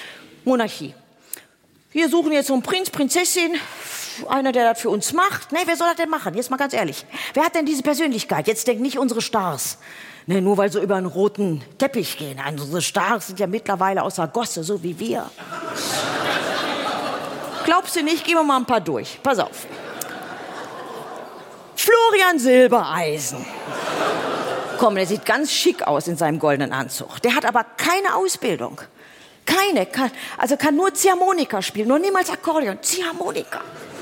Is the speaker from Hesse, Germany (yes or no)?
no; Oberhausen, North Rhine-Westphalia, Germany; Ich komme aus Oberhausen-Altstaden.